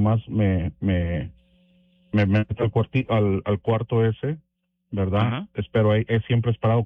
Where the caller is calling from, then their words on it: Omaha, Nebraska, United States; cada vez que voy hacia allá y regreso para atrás aquí a Omaha